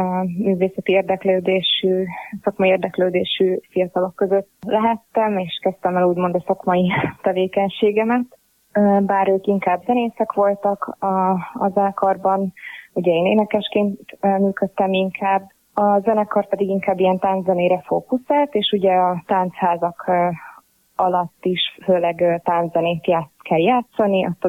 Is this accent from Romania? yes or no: no; Upper Hungary, Slovakia; felvidéki magyar vagyok, szlovákiai magyar vagyok